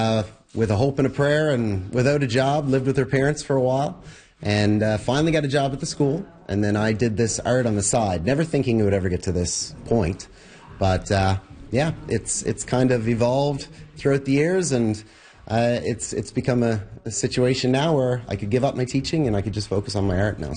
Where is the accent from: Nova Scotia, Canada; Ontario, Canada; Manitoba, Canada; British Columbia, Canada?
Nova Scotia, Canada; born there; moved away as an adult; now in Fogo Island, Canada; I was born in Nova Scotia.